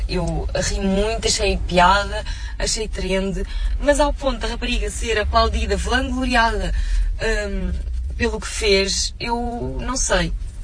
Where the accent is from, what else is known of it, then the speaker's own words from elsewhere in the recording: Lisbon, Portugal; eu sou de Lisboa